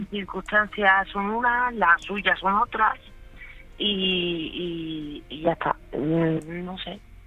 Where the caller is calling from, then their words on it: Badajoz, Extremadura, Spain; Yo soy de Badajoz